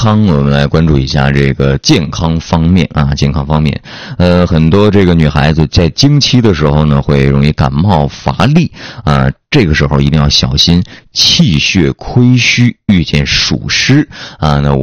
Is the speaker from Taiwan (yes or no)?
no; Changchun, Jilin, China; 也都搬到了咱们老家，在咱们长春本地来举行